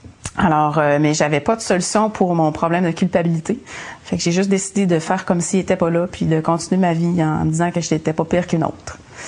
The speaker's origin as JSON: {"language": "French", "town": "Saint-Félicien", "region": "Quebec", "country": "Canada", "tie": "born or raised there", "said": "Moi, j'ai grandi au Lac-Saint-Jean, Saint-Félicien. Je suis la plus jeune d'une famille de 5 enfants. Et puis, c'est une famille typiquement québécoise, normale, avec des bons parents. Mes parents m'ont toujours amené à l'église catholique pour la messe quand j'étais petite."}